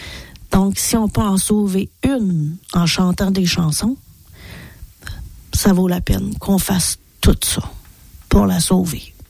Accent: Quebec, Canada; comme on dit chez nous au Québec

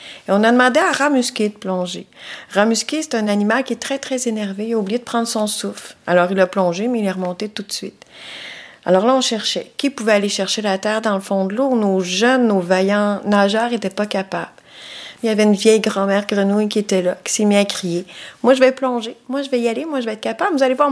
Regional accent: Wendake, Quebec, Canada; je fais partie de la nation Huron Wendat, je suis de Wendake.

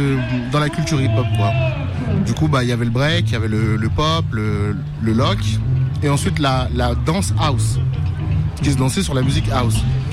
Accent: Lyon, Auvergne-Rhône-Alpes, France; moi, je viens de Lyon.

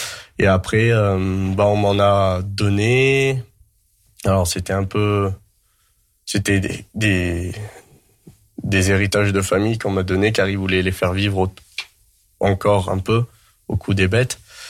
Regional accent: Grenoble, Auvergne-Rhône-Alpes, France; j'ai grandi à Grenoble. J'étais dans des quartiers.

